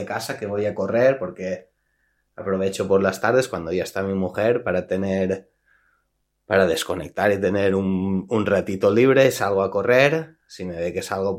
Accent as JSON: {"language": "Spanish", "town": "Alicante", "region": "Valencian Community", "country": "Spain", "moved": "yes", "lives_now": "Vilanova i la Geltrú, Spain", "said": "ella trabaja aquí, en Vilanova y la Geltrú, nosotros somos de Alicante, y bueno, dio a luz allí."}